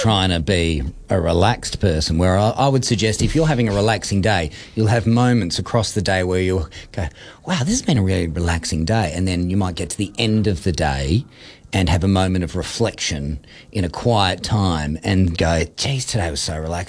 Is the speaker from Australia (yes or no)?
yes; Lara, Victoria, Australia; So let's go to my hometown of Lara.